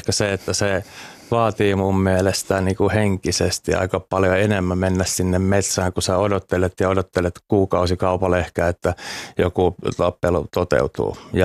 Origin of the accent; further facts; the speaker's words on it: Uusimaa, Finland; Tuossa pääkaupunkiseudulta mä oon kotosin.